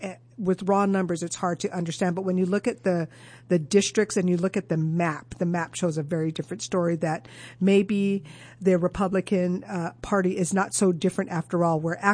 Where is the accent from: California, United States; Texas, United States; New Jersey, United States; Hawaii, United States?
Hawaii, United States; moved away; when I grew up in Hawaii, I thought Hawaii was a very conservative place. Now, remember, I am way behind you, but when I grew up, Hawaii was different, and Hawaii really represented a lot of different cultures, different groups and values.